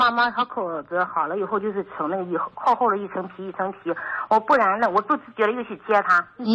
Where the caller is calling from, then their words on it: Xuzhou, Jiangsu, China; 我是徐州的一个那个听众